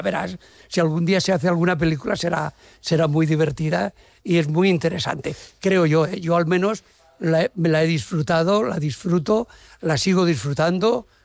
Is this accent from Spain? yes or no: yes; Jumilla, Region of Murcia, Spain; born there; Yo soy de Jumilla, por decir algo.